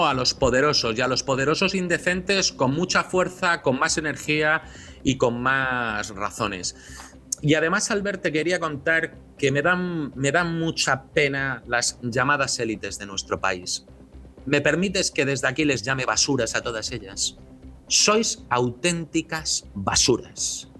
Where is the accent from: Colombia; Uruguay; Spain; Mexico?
Spain; somos muchísimos, muchísimos españoles